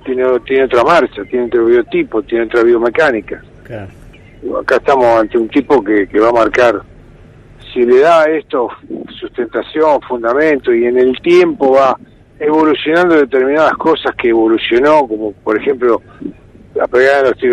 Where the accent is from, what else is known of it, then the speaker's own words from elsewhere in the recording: Argentina; somos argentinos.